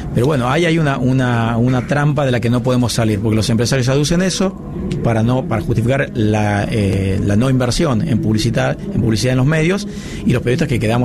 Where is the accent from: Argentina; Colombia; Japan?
Argentina; Tucumán; Sí, recontra tucumano.